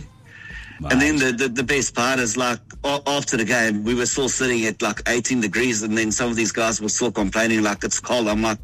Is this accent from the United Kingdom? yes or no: no; South Africa; now in Mid-Canterbury, New Zealand; I grew up here in South Africa